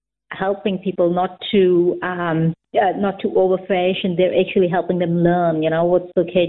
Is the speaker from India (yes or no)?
yes; Delhi, India; now in Auckland, New Zealand; I did not grow up near a beach or sea. I grew up back in Delhi with lots of buildings surrounding us.